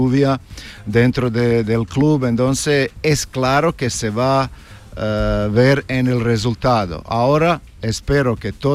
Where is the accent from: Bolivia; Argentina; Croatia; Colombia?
Croatia; Spanish is a second language; moved away as an adult